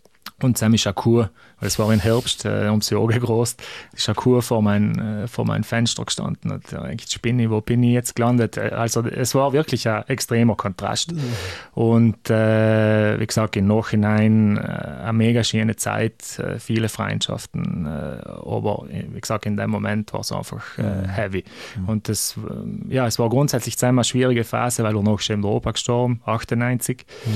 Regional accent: Sarntal, Trentino-Alto Adige, Italy; seien es die Wurzeln, ist meine Heimat, aber ich bin halt nicht allein in Sarntal haben, sondern ich fühle mich auch mittlerweile in Ecken pudelwohl.

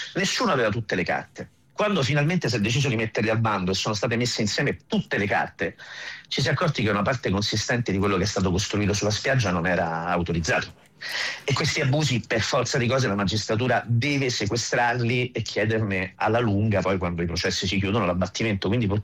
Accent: Ostia, Lazio, Italy; Ancora oggi i colleghi, quando scoprono che io vengo da Ostia, mi danno una pacca sulla spalla

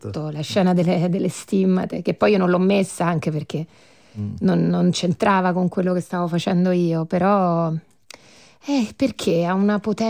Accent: Umbria, Italy; io sono umbra

